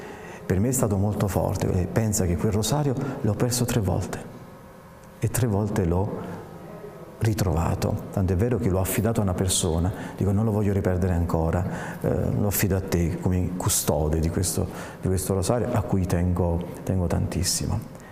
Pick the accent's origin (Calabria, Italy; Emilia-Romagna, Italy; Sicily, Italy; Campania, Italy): Campania, Italy; Naples; Io sono stato battezzato nella mia parrocchia dedicata all'Immacolata, a Napoli, ai Vergini